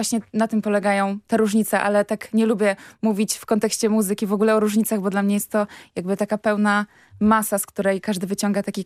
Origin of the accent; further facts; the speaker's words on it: Czyrna, Lesser Poland, Poland; Ja pochodzę z Krynicy Zdrój, właściwie z takiej małej miejscowości Czyrna.